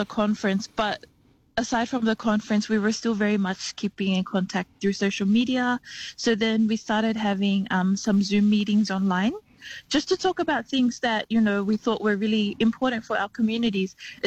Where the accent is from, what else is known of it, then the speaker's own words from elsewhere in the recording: Sydney, New South Wales, Australia; also born or lived in Auckland, New Zealand; I was born in Auckland in Aotearoa, New Zealand, raised in Western Sydney, predominantly in the Blacktown area. I'm of Samoan heritage, representing the villages of Taufusi and Tapatapa'o in Samoa.